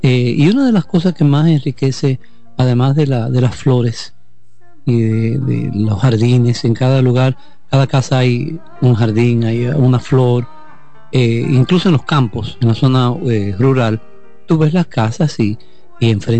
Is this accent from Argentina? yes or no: no; Dominican Republic; Son los colores que nosotros como dominicanos y dominicanas tenemos adentro.